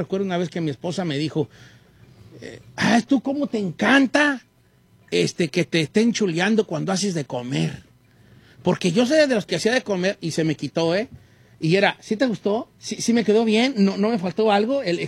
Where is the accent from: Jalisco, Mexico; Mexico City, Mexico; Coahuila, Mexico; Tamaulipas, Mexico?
Jalisco, Mexico; Guadalajara; Es que yo soy de Guadalajara.